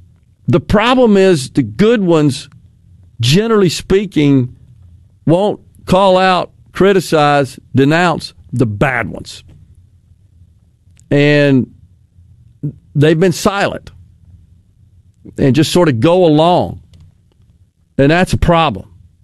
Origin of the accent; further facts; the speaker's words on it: Mississippi, United States; I'm from Bolivar County.